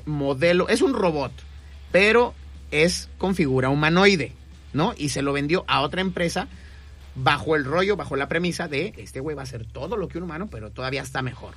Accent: Mexico City, Mexico

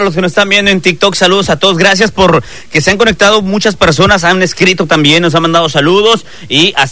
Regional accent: Veracruz, Mexico; Yo de Veracruz

